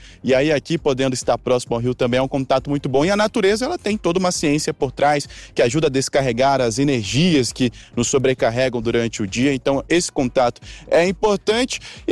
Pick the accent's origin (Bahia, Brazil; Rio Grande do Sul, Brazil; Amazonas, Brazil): Amazonas, Brazil; Manaus; now in São Paulo, Brazil; Eu que vim de Manaus, encontrei mais áreas verdes aqui em São Paulo do que a capital amazonense